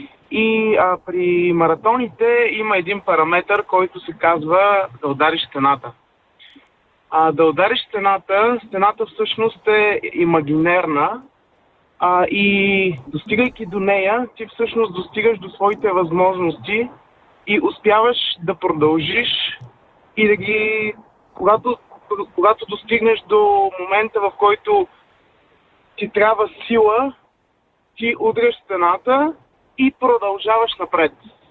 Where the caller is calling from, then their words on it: Yambol, Yambol Province, Bulgaria; съм от Ямбол.